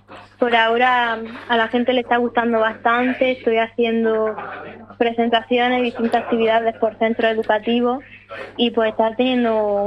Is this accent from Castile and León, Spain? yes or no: no; Cantoria, Andalusia, Spain; now in Granada, Spain; De un pueblo de Cantoria.